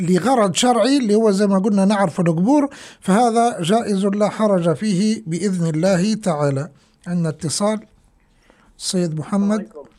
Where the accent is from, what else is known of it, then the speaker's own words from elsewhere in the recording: Libya; accent: Libyan; بلهجتنا الليبية